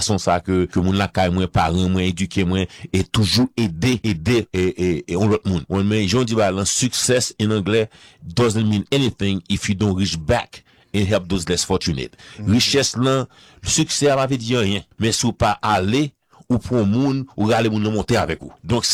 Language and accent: French; Haiti; now in United States; Ici aux États-Unis, et qu'on est haïtien, on met les chercheurs volontaires qui contribuent avec Bataille Savannah.